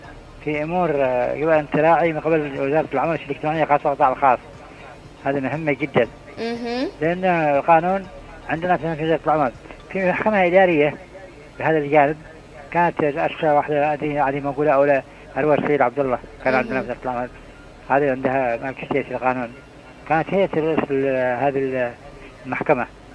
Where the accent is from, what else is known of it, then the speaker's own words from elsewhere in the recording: Aden, Yemen; كنا عندنا في عدن